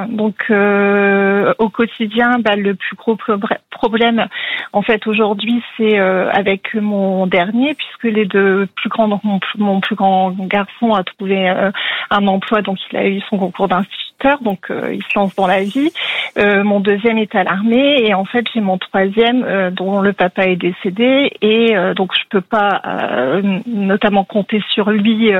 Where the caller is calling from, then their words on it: Hauts-de-France, France; Du lieu Saint-Amand, du Nord.